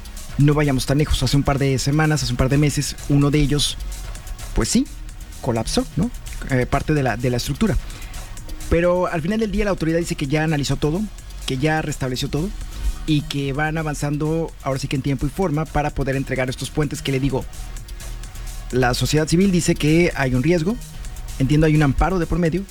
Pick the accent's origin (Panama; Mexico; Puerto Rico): Mexico; como mexicanos solamente nos duele cuando es tema económico